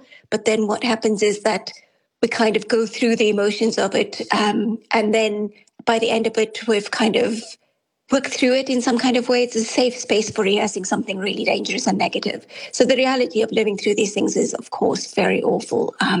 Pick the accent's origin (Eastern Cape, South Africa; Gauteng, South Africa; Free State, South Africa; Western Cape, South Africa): Western Cape, South Africa; Cape Town; moved away as an adult; now in Galway, Ireland; So I'm from South Africa originally, from Cape Town, and I was stolen away by an Irishman 17 years ago. So we now live in Galway, and I've been here for 17 years now.